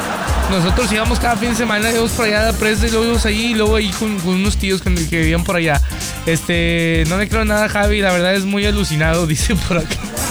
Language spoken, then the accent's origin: Spanish; Montemorelos, Nuevo León, Mexico; yo no soy de Nuevo Laredo. A mí pregúntenme de naranjas y cosas así de allá de Montemorelos y les digo.